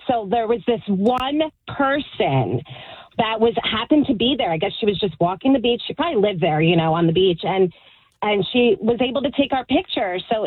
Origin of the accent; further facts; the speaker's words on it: New Jersey, United States; I'm born and raised in New Jersey. My parents were Cowboys fans, so I just, you know, grew up with it.